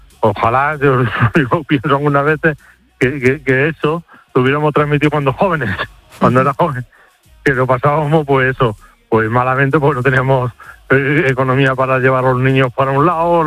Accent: Spain; now in Extremadura, Spain; Era sentimiento de ser español

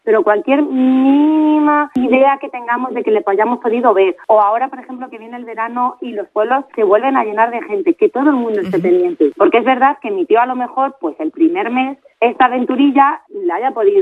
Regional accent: Madrid, Community of Madrid, Spain; la familia somos de Madrid y cuando nos hemos movido por los pueblos repartiendo carteles

